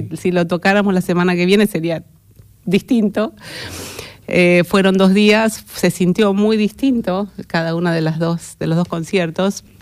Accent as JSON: {"language": "Spanish", "town": "La Plata", "region": "Buenos Aires Province", "country": "Argentina", "moved": "yes", "said": "20 años, 21 años, luego de terminar el conservatorio, en La Plata, yo soy de La Plata"}